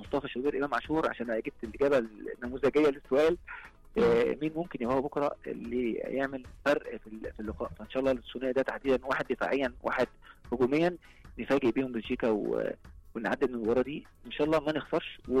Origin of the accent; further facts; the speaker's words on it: Egypt; moved away; الحمد لله مصر بالذات والله ما تحيزا عشان احنا مصريين